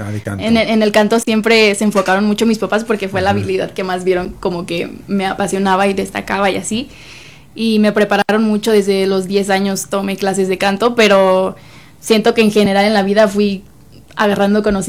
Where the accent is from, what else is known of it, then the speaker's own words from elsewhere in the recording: Monterrey, Nuevo León, Mexico; now in Mexico City, Mexico; yo que vengo de Monterrey, obviamente toda la gente de otras ciudades pues queremos venir aquí a la capital a cumplir nuestros sueños